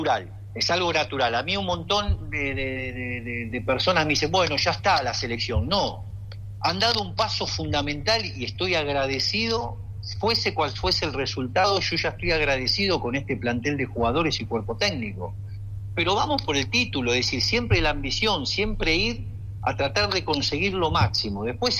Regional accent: Argentina; como argentino feliz y emocionado

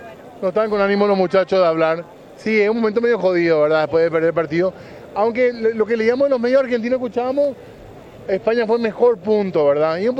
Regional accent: Paraguay; Paraguayos. Okay. Todo de Paraguay.

